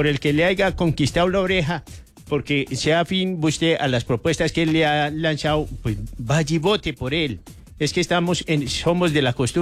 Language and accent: Spanish; Colombia; tenemos como colombianos